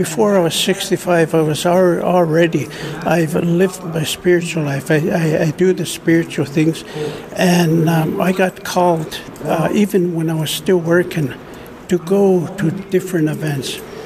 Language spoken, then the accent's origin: English; Alberta, Canada; And I'm from the Siksika Nation Reserve, formerly Blackfoot Reserve, and we're situated east of Calgary, about 60 kilometers.